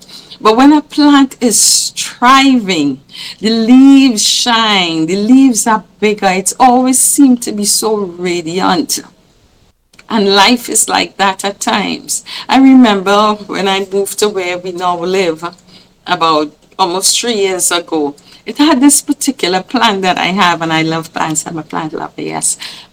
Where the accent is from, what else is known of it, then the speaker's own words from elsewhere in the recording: Trinidad & Tobago; but I love being a Trinidadian.